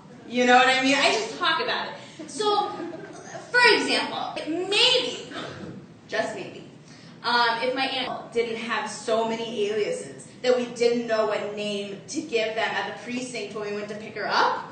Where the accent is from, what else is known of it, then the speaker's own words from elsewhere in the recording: Arkansas, United States; So, like Sharoop, I too am an immigrant. I'm from Arkansas. I love to joke about Arkansas, and I especially love to joke about my family.